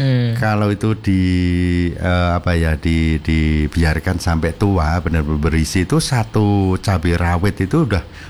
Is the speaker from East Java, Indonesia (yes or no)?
no; Boyolali, Central Java, Indonesia; moved away; Setiap saya pulang ke Boyolali